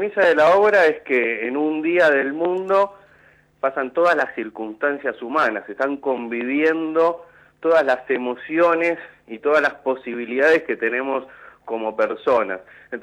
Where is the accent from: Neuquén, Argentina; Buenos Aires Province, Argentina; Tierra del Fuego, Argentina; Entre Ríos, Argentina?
Buenos Aires Province, Argentina; General Rodríguez; now in Mar del Plata, Argentina; yo nunca viví en Buenos Aires, yo ¿mira? Soy de General Rodríguez, ahora vivo en Mar del Plata